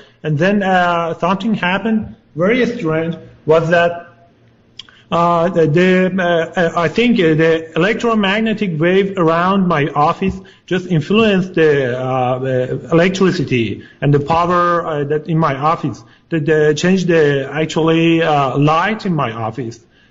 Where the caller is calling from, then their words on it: Los Angeles, California, United States; Actually, I'm in Los Angeles.